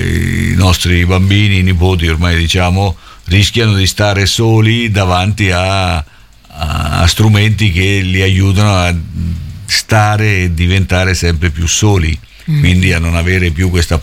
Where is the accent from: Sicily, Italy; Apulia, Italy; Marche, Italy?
Marche, Italy; Macerata; come io da bambino stavo a Macerata, in un quartiere, insomma, quindi, e effettivamente era come stare in un villaggio